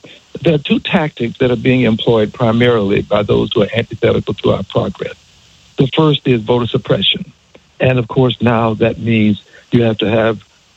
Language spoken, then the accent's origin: English; New Orleans, Louisiana, United States; born there; I was born in Charity Hospital in New Orleans, Louisiana. It no longer exists.